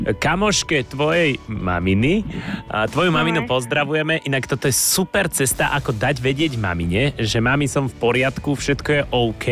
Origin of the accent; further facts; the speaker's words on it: Martin, Žilina Region, Slovakia; Ja som Martinčan.